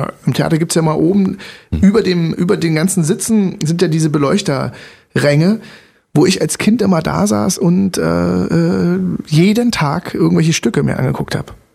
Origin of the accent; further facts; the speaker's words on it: Chemnitz, Saxony, Germany; born there; also born or lived in Frankfurt (Oder), Brandenburg; wir sind aus Frankfurt oder weg, da war, als die Mauer fiel, da war ich neun, genau, und dann sind wir nach Chemnitz. Karl-Marx-Stadt